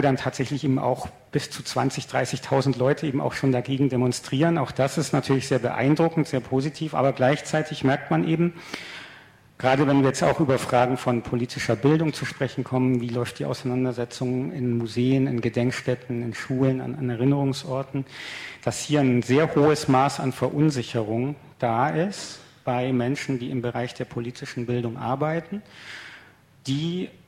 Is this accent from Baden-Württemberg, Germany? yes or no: no; Münster, North Rhine-Westphalia, Germany; Also ich komme ja aus Münster und Münster rühmt sich ja oder ist auch immer wieder in den Medien mit dem Hinweis